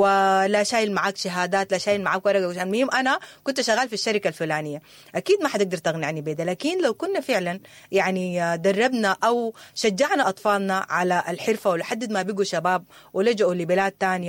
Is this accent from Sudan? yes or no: yes; Sudan; moved away; في الفترة اللي نحن يا إيفا عشنا فيها كسودانيين لجأنا لدول تانية